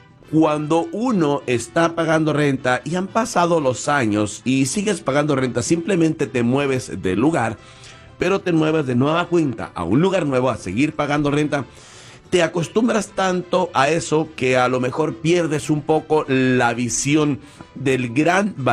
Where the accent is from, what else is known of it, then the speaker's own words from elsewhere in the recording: San Luis Río Colorado, Sonora, Mexico; moved away; yo soy originario de San Luis Río Colorado, y eventualmente con el tiempo pues tengo planeado irme a vivir mis años de retiro allá.